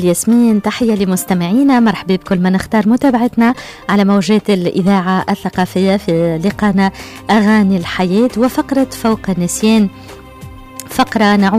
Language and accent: Arabic; Tunisia